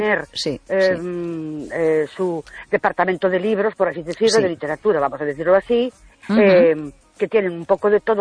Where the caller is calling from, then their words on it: Ourense, Galicia, Spain; Buenas noches … de Ourense.